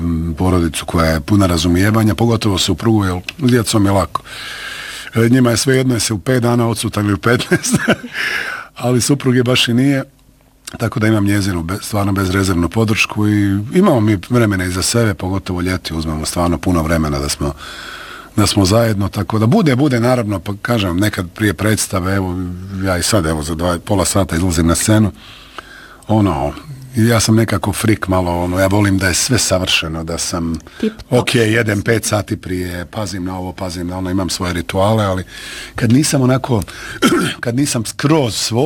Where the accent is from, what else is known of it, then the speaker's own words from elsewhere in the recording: Bosnia & Herzegovina; now in Croatia; pitaju odakle si, kao iz Bosne, živim u Hrvatskoj